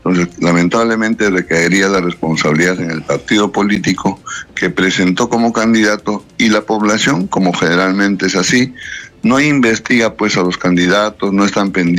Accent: Cusco, Peru; es mi paisano, yo también caramba. Soy cusqueño.

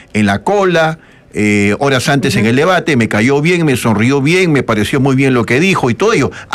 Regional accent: Peru; estamos todos los peruanos obligados a escuchar

